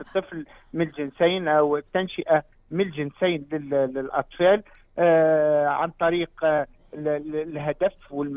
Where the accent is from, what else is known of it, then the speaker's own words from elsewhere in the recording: Tunisia; تونس الكل جميلة، احنا كلنا أولاد تونس، وتونس الكل جميلة